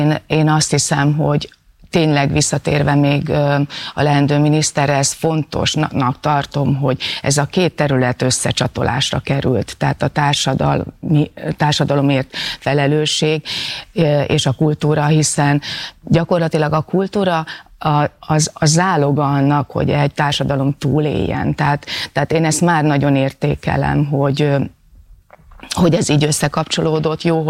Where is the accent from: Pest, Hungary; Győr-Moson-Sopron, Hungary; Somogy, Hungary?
Győr-Moson-Sopron, Hungary; Sopron; én Sopronban az én koromban